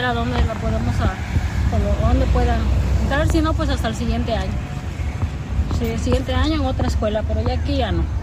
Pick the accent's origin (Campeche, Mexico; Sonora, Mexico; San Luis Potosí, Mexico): Campeche, Mexico; Nosotros salimos a las 4 de la tarde de trabajar y somos de Campeche y venimos a buscar y la niña ya está afuera.